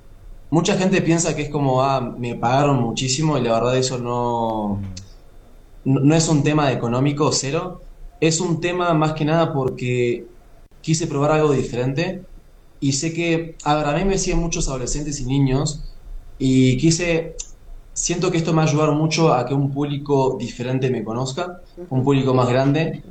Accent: Uruguay; moved away as an adult; now in Mexico City, Mexico; Empecé en Uruguay, yo soy uruguayo.

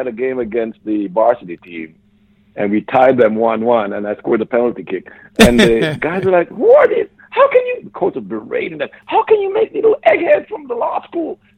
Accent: Jamaica; now in United States; as poor Jamaican

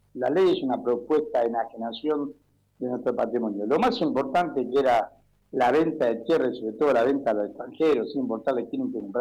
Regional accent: Tafí Viejo, Tucumán, Argentina; now in Buenos Aires, Argentina; De Tafí Viejo, una provincia que fue en un momento industrial

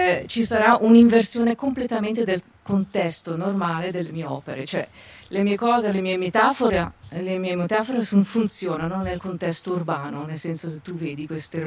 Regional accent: Cavigliano, Ticino, Switzerland; E quindi, ora che sono tornata da decenni di nomadismo così alla mia terra d'origine, qui a Cavigliano, sono appena tornata in Trania ad abitare.

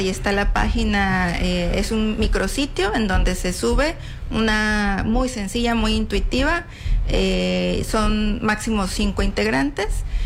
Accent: Tabasco, Mexico; Del Estado de México, mi familia, pero yo soy totalmente tabasqueña.

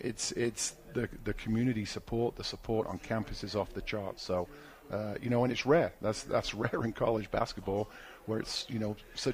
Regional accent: Southport, North West England, United Kingdom; now in United States; So I'm from England. I'm from a town called Southport. It's in the northwest, right on the coast, and my reference point is Liverpool

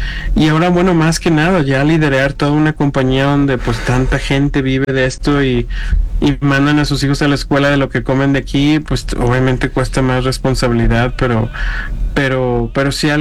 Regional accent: Mexico City, Mexico; born there; Yo nací en el DF, en Azcapotzalco.

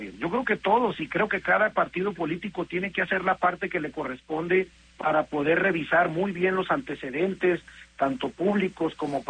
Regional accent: Guaymas, Sonora, Mexico; born there; now in Hermosillo, Mexico; yo nací en Guaymas un 13 de julio de 1971, Javier, ya hace algunos años.

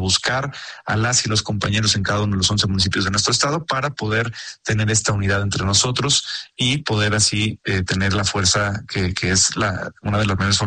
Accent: Cancún, Quintana Roo, Mexico; que además quiero decirte, Maca, que yo que nací, crecí en Cancún, lo soñábamos y los gobiernos decían que lo iban a hacer

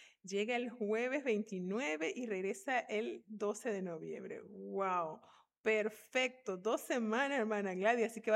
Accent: Venezuela; moved away; nosotros salimos de la escuela, no quisimos estudiar ahí, por eso tuvimos que salir de Venezuela.

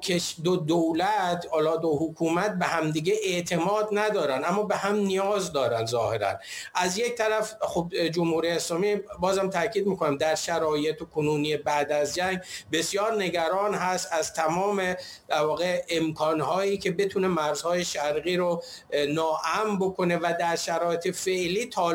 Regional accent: Iran; من به عنوان یک ایرانی

